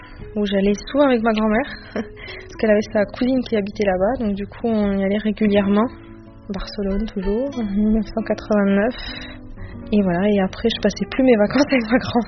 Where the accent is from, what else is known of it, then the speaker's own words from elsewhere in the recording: Toulouse, Occitanie, France; je me considère un petit peu aussi comme espagnole, même si je suis née en France, que j'ai vécu en France et que je n'ai jamais habité en Espagne.